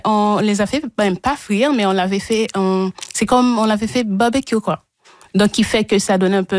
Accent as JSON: {"language": "French", "country": "Haiti", "said": "Oui, c'est pas comme Martinique ou la Guadeloupe. Chez nous, en Haïti, c'est vraiment."}